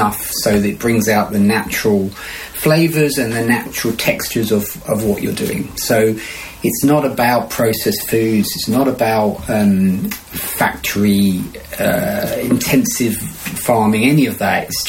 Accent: Brighton, South East England, United Kingdom; And I'm from Brighton, so that's my hometown. I met Pamela, and we came back to Brighton

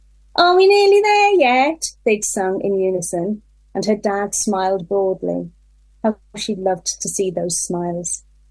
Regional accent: Whitley Bay, North East England, United Kingdom; also born or lived in Brighton; I grew up in the Northeast near Whitley Bay, which is my go-to place whenever I'm up there.

